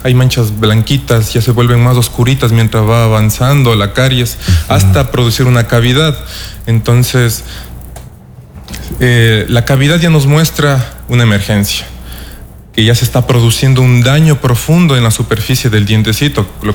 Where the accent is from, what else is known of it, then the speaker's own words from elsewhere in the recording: Otavalo, Imbabura, Ecuador; moved away as an adult; now in Santo Domingo, Ecuador; De la provincia de Imbabura, soy de Otavalo.